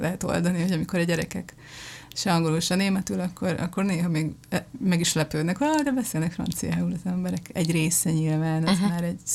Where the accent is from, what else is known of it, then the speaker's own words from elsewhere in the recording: Budapest, Hungary; moved away as an adult; now in Linz, Austria; én budapesti vagyok